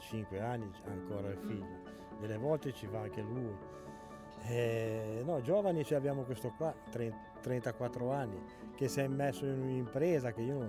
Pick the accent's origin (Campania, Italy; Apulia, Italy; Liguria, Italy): Liguria, Italy; Recco; now in Camogli, Italy; andavo a pescare così, sempre da Recco, perché io sono di Recco. Però poi sono venuto qua a Camogli